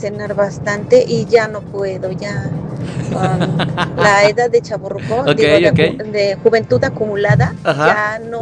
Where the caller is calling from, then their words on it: Jantetelco, Morelos, Mexico; de Jantetelco.